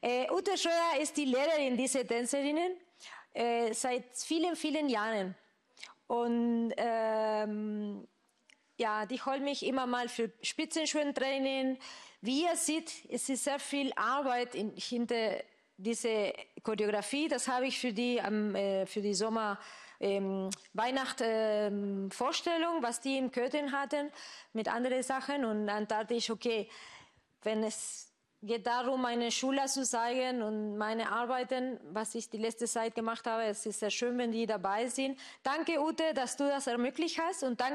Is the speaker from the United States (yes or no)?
no; Argentina; German is a second language; moved away; ich komme aus Argentinien.